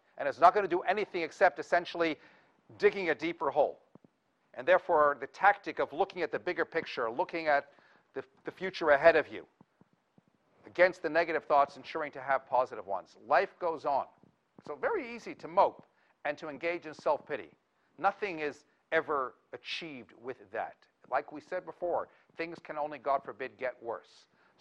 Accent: Toronto, Ontario, Canada; In my childhood bedroom, where I grew up in Toronto, Canada

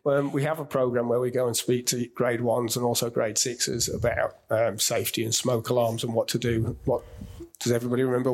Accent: Australia; We just call it BA because we're Australian and we're a bit lazy.

